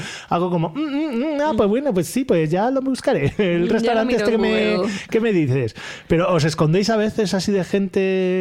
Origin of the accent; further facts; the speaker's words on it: La Rioja, Spain; now in Granada, Spain; ve que no soy de aquí, que soy riojano porque no tengo el acento del albaicín.